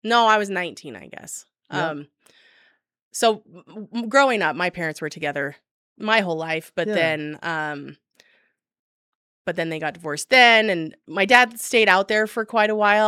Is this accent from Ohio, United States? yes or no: no; Burl, Utah, United States; also born or lived in Salt Lake City; Here in Southern Utah. Well, I was born in Salt Lake, but we lived here.